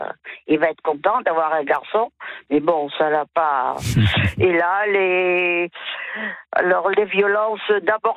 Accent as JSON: {"language": "French", "region": "Nouvelle-Aquitaine", "country": "France", "said": "Je suis originaire de Dordogne. Et c'est un petit village, pas très loin d'Hautefort, qui s'appelle La Bertrande."}